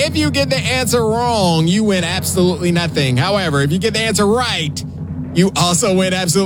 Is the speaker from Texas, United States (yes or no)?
no; Atlanta, Georgia, United States; my hometown of Atlanta, Georgia.